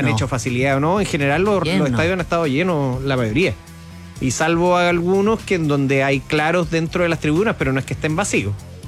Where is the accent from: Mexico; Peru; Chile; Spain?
Chile